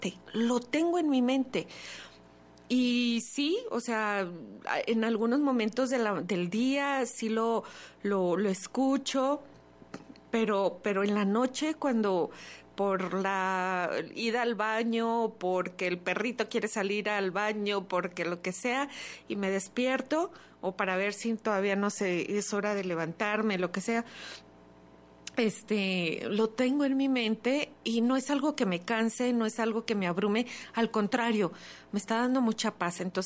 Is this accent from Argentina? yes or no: no; Mexico; un año para recordar nuestra identidad como mexicanos.